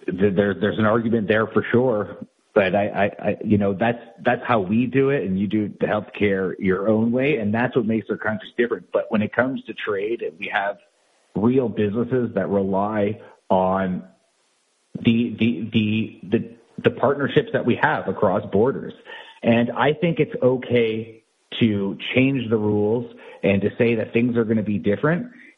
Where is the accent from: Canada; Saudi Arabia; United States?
Canada; The thing that's weird about Canada to me is, as a Canadian, is I feel like we're getting in a fist fight with our older brothers